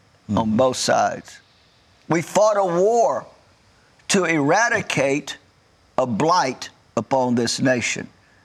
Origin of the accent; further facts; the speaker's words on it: Southern United States, United States; And as a Southerner, I've said it repeatedly on the platform of Family Worship Center